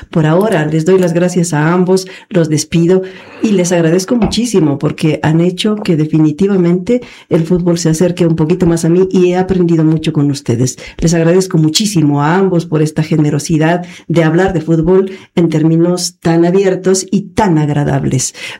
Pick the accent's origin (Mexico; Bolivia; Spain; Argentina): Bolivia